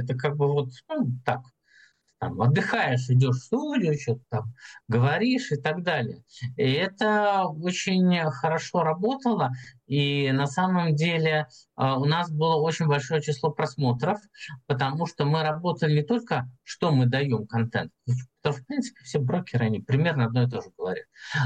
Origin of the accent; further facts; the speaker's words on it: Russia; а мы русские